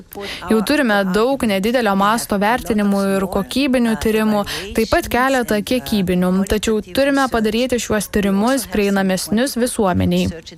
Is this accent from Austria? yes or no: yes; Austria; aš esu iš Austrijos